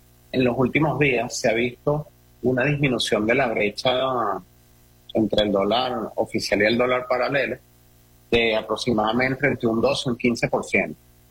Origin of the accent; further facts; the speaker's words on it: Venezuela; ojalá que ya quede un solo dólar referencia que podamos, digamos, estar tranquilos nosotros como venezolanos acá.